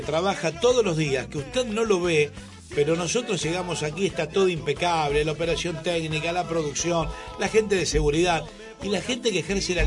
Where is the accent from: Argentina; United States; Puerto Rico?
Argentina; Buenos Aires; born there; Yo nací en Emilio La Marca, esquina Beiró.